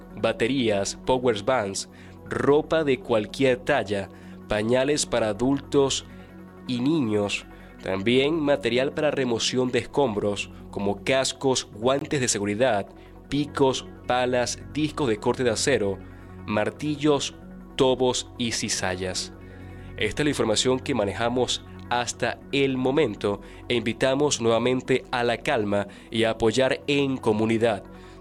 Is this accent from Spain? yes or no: no; Venezuela